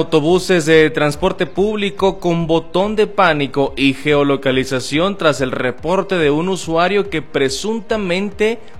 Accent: Mexico; soy mexicano

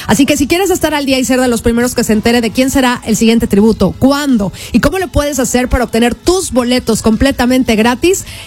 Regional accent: Mexico; Me da mucho gusto porque obviamente nosotros que somos mexicanos debemos de aplaudirle a los latinos que la están rompiendo pues a nivel internacional

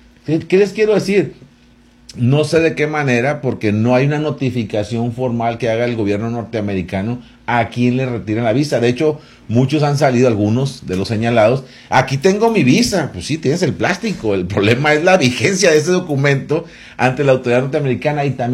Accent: Mexico; yo no me siento agraviado como mexicano

